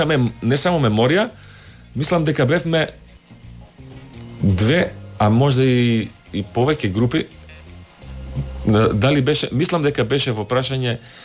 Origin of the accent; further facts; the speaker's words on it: Skopje Statistical Region, North Macedonia; Прво ЦЕКа мене ми беше на 100 метар од мене, кај што сум ја и роден и пораснат у Поштанска зграда до Соборна црква.